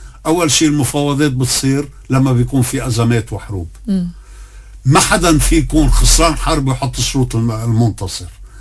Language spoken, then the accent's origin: Arabic; Lebanon; نحن كل لبناني مؤمن بلبنان